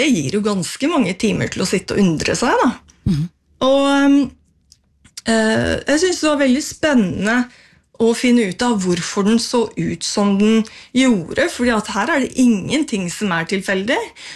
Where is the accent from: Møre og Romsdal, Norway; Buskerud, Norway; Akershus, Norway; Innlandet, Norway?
Buskerud, Norway; Øvre Hallingdal; Nei, altså jeg har jo sydd nå en bunad med utgangspunkt I hjemstedet mitt, altså Øvre Hallingdal, cirka 1820.